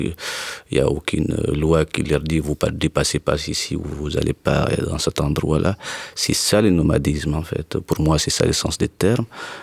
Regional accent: Tinzaouaten, Kidal, Mali; French is a second language; nous sommes directement dans la frontière jupitro-algérienne. C'est là où nous sommes grandis, en fait. C'est là où nous avons fait aussi notre école primaire

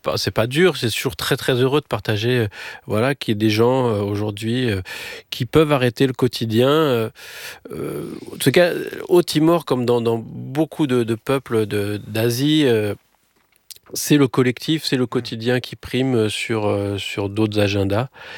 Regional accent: Paris, Île-de-France, France; et en tant que petit parisien, j'ai l'impression que j'aurais pas eu ma place à bord

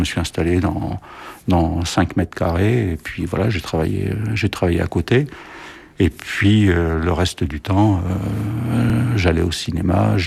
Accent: Saint-Denis, Île-de-France, France; born or raised there

